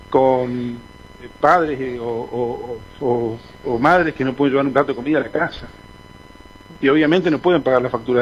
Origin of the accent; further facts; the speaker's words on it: Río Grande, Tierra del Fuego, Argentina; born there; soy nacido en Río Grande y amo mi lugar